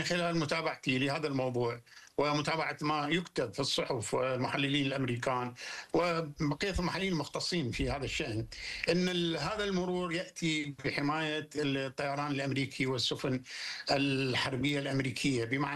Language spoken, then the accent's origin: Arabic; Iraq; now in Baghdad, Iraq; إحنا العراق